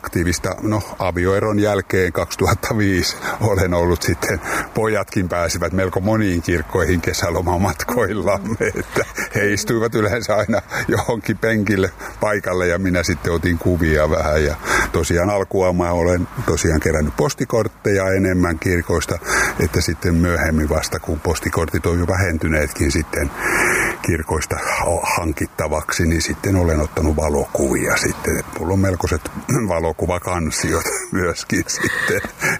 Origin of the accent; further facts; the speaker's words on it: Orimattila, Päijät-Häme, Finland; now in Mynämäki, Finland; mä olen Artjärveltä syntyisin, nykyistä Orimattilaa, nykyistä Päijät-Hämettä, aiemmin Itä-Uuttamaata, niin siellä tietysti ne kirkot on tullut silloin jo katsottua, kotikirkko Artjärvi ja Orimattilassa kävin koulut.